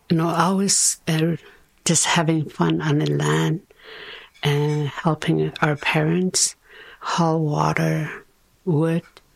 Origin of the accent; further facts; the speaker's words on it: Délı̨nę, Northwest Territories, Canada; I'm from Delene, where the Great Bear Lake is beautiful. Huge, huge lake.